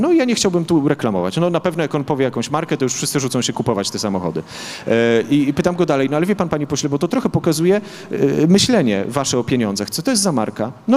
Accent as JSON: {"language": "Polish", "region": "Podlaskie Voivodeship", "country": "Poland"}